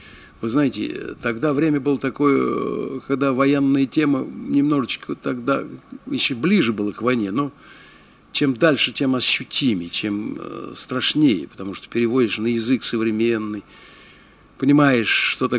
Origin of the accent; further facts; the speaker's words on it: Moscow, Russia; Я родился в Сокольниках. Значит, где-то там между метро Сокольники и Матросской Тишиной, там родильный дом.